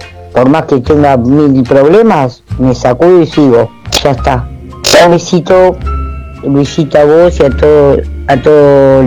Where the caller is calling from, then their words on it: Wilde, Buenos Aires Province, Argentina; de Wilde.